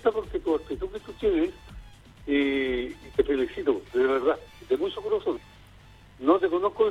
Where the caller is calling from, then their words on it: Chile; porque soy chileno.